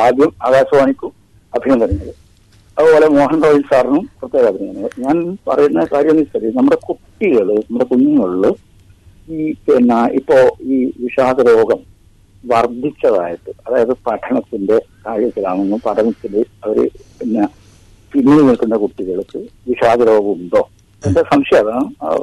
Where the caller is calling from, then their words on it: Kasaragod, Kerala, India; ഞാൻ കാസർഗോഡ് നിന്നാണ് വിളിക്കുന്നു.